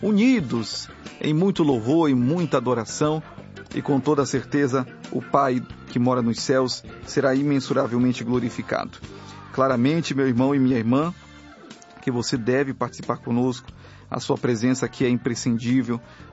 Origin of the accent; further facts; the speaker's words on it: Belém, Pará, Brazil; moved away; Estive em Belém do Pará, minha cidade natal